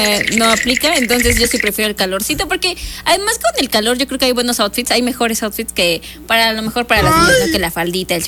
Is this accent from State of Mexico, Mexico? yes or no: yes; Toluca, State of Mexico, Mexico; De Toluca. Soy de Toluca.